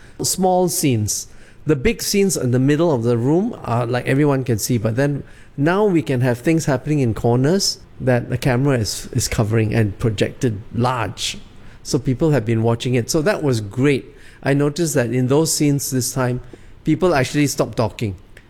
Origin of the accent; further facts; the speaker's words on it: Singapore; I continue my search for this, for my Singapore identity.